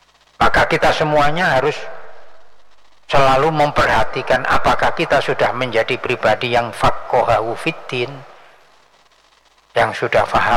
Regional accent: Java, Indonesia; now in Samarinda, Indonesia; di tempat saya di Jawa sana itu, di daerah saya di Pondok Al-Ghazaliyah itu

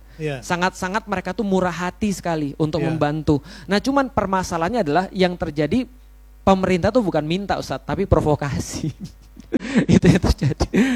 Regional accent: Palembang, South Sumatra, Indonesia; born there; Karena aku lahir di Palembang, artinya sampai detik ini aku masih mimpinya di Palembang.

